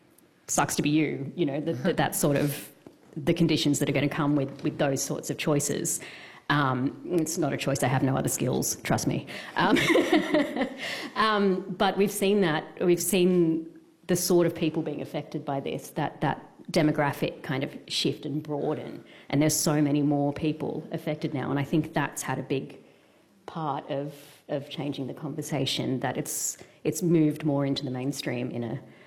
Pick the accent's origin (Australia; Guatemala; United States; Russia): Australia; Sydney, New South Wales